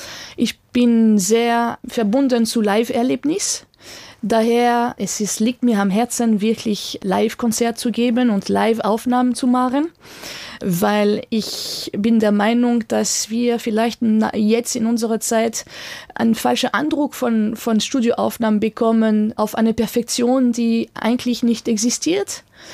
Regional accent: France; German is a second language; also born or lived in Vienna, Austria / Germany; now in Austria; also musikalisch aufgewachsen bin in Wien und in Deutschland. Meine erste Stelle war in Würzburg am Theater und dann Deutsche Oper am Rhein, Duisburg, Düsseldorf. Ich lebe in Österreich.

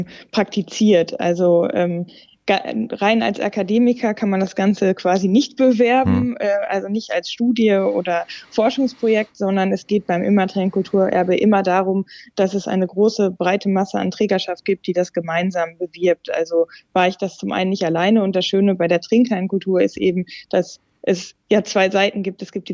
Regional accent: North Rhine-Westphalia, Germany; als gebürtige Ruhrgebietlerin kann ich klar sagen

